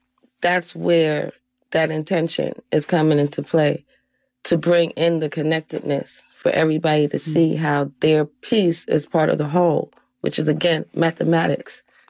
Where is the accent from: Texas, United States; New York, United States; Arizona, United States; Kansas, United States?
New York, United States; And especially growing up in New York, because me, it's like New York, that's it.